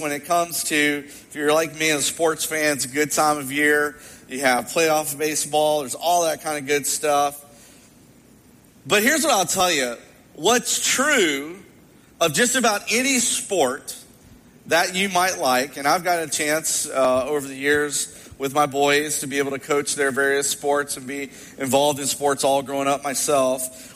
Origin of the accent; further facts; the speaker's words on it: Kentucky, United States; moved away; especially in Kentucky. And so I've been excited to be back in my home state and to experience fall again.